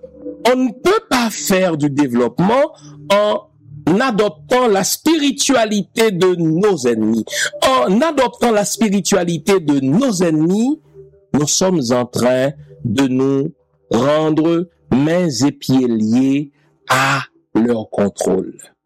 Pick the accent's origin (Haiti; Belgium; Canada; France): Haiti; Je suis haïtien, je suis un vaudouologue, j'ai étudié le vaudou.